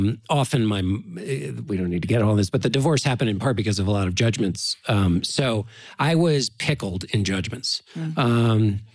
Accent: Washington, District of Columbia, United States

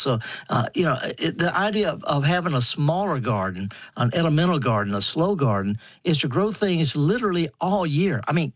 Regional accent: Mississippi, United States; I'm from Mississippi. I'd garden half the year in England

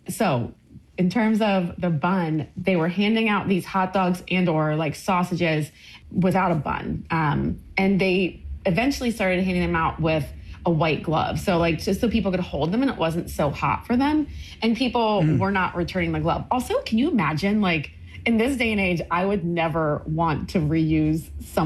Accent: Maryland, United States; born or raised there

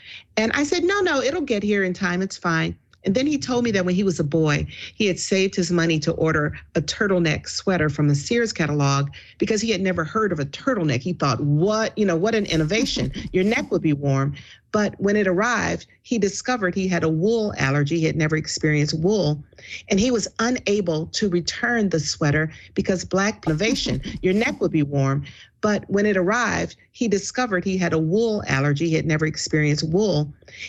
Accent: the South, United States; As a Southerner, everyone's always saying, oh, Southern families are such great storytellers.

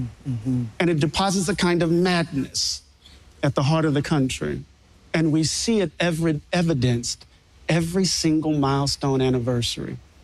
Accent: Mississippi, United States; Maybe it's because I'm from Mississippi.

